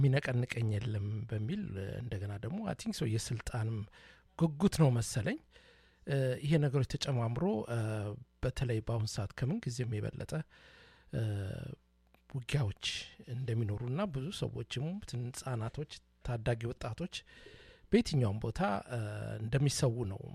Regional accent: Dire Dawa, Ethiopia; እኔ ድሬዳዋ ተወልጄ ነው ያደኩል ግዜ ነው

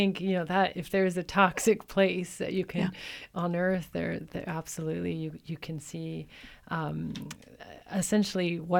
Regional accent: British Columbia, Canada; also born or lived in Calgary; I'm a longtime British Columbian. Mm-hmm. I was born in Calgary, but I spent my whole life in this province, really.

